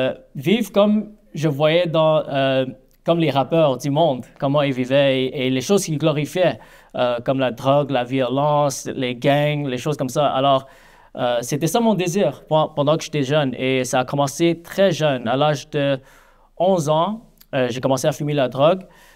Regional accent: Montreal, Quebec, Canada; born there; Je suis un prédicateur de l'Évangile et voici mon témoignage. Alors moi, je suis né ici à Montréal. Mes parents sont coréens.

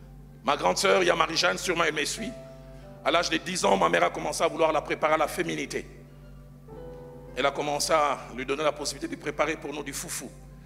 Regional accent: Kinshasa, DR Congo; Chez nous à Kinshasa, quand un enfant n'arrive pas à marcher, on ne dit pas que celui-là n'arrivera jamais à marcher.

